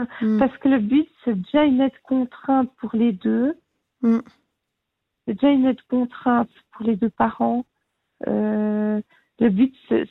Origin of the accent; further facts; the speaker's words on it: Normandy, France; je suis normande.